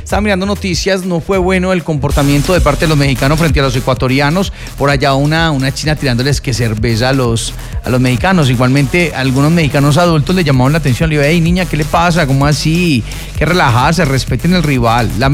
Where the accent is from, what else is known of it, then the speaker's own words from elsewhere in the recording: Colombia; para nosotros como colombianos.